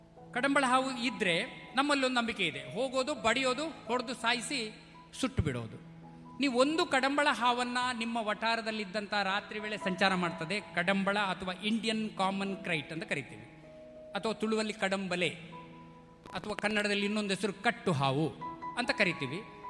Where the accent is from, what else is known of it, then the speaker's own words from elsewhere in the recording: Karnataka, India; ನಮ್ಮ ಊರಲ್ಲಿ ನಿಟ್ಟೂರು ಅಂತೆಲ್ಲ ಒಂದು ಏರಿಯಾ ಇದೆ